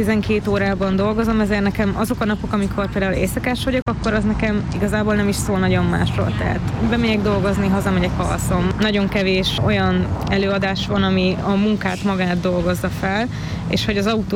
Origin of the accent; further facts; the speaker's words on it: Hungary; Én egy eléggé elmaradott térségből származom, Tiszazugból.